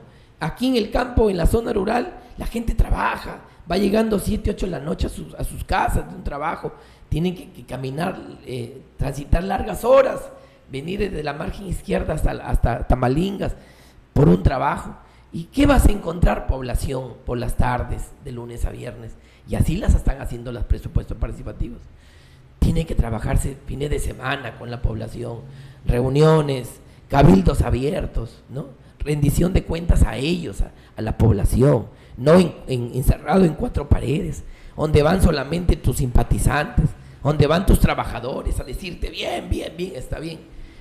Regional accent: Piura, Peru; Allá en mi pueblo, por ejemplo, en San Francisco, el Papayo

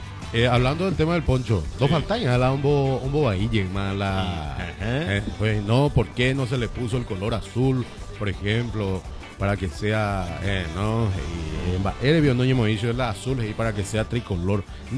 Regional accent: Paraguay

